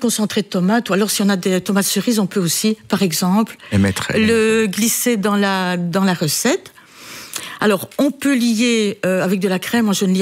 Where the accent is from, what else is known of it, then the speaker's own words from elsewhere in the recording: Mons, Wallonia, Belgium; born there; Oui, je suis née en Belgique.